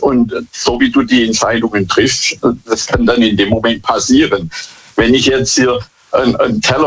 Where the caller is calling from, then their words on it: Bad Boll, Baden-Württemberg, Germany; ich komme aus Bad Boll.